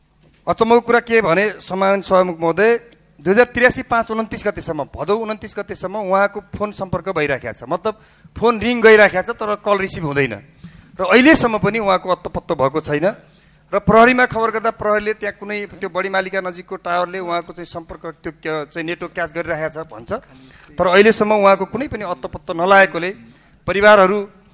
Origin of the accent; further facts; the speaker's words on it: Bajhang, Sudurpashchim Province, Nepal; born or raised there